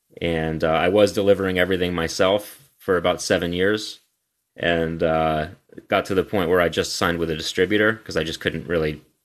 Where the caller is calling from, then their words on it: Beverly, Massachusetts, United States; I'm calling from Beverly, Massachusetts